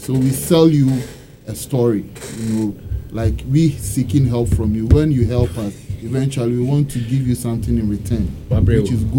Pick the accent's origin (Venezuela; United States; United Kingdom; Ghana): Ghana; Tema, Greater Accra; I grew up in Tema. Come to one side, 21 to be specific.